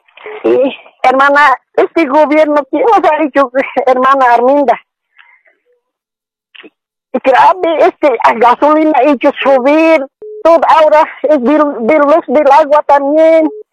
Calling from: Caranavi, La Paz, Bolivia; Estoy llamando aquí de Caranavi, provincia de Caranavi, soy de aquí, sí.

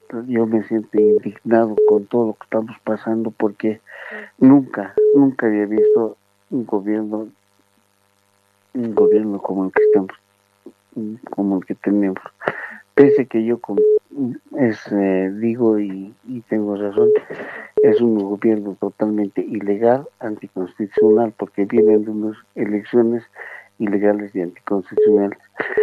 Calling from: La Paz, Bolivia; de La Paz.

